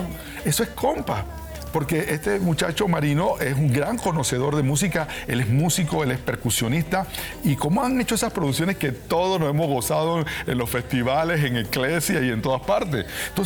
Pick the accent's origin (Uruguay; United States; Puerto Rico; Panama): Panama; yo te puedo decir que como panameño, saludo y honro a amigos míos